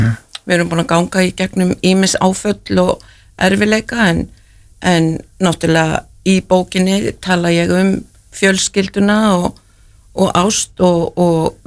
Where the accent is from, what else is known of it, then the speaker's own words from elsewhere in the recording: Reykjavík, Capital Region, Iceland; moved away as an adult; ég er elst upp í Breiðholti og gaman að vera barn og úlingur þar og svo flýt ég náttúrulega til Boston árið 95.